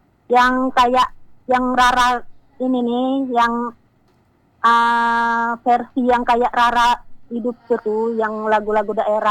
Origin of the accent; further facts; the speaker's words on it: Bangka Belitung Islands, Indonesia; Kita orang Bangka, gak boleh ngomong Palembang tuh.